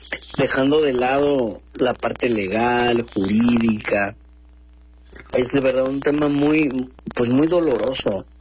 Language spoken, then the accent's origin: Spanish; Acapulco, Guerrero, Mexico; En mi caso particularmente de Acapulco, de donde soy originario.